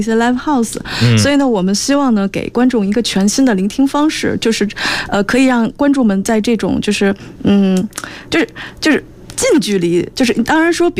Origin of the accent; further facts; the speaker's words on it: Beijing, China; 我也是北京人，我也挺骄傲的